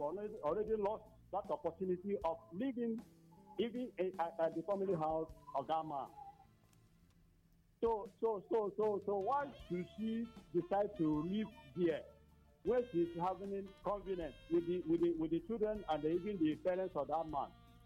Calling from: Ebonyi, Nigeria; I'm calling from Kwagminsu in Ebonyi State.

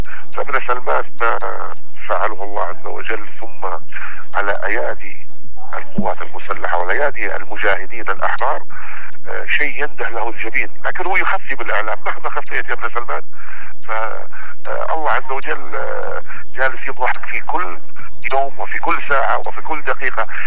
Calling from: Yemen

